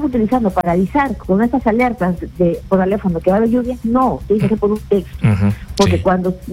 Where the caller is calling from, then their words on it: Lima, Peru; de Surco.